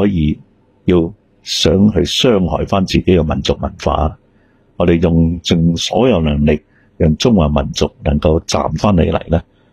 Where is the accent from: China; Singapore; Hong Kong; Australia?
Singapore; 系我哋而家唔系中国人嚟噶，我系新加坡人。